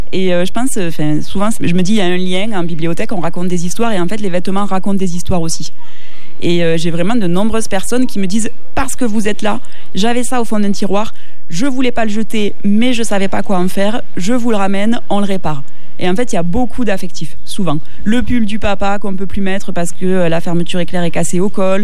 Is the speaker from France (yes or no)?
yes; Occitanie, France; Alors moi, je suis originaire de Saint-Laurent-des-Gouzes, c'est pour ça, d'où mon accent.